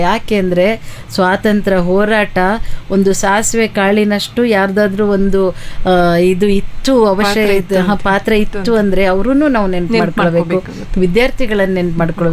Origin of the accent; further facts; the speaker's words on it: Thirthahalli, Karnataka, India; ನಾನು ಬೇಸಿಕಲಿ ತೀರ್ಥಹಳ್ಳಿಯವಳು.